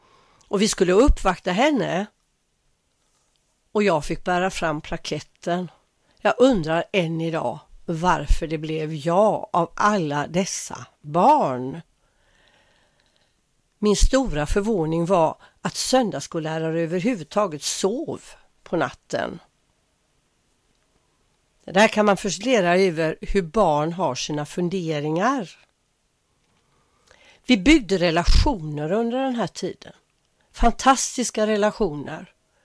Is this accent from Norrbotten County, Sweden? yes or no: no; Gothenburg, Västra Götaland County, Sweden; Jag är göteborgare av födsel och ohejdad vana. Men jag har gjort lite utflykter här och där i mitt liv. Om inte annat så har jag ju varit på min sommarö Kalvsund. Jag har varit i Mölndal lite då och då.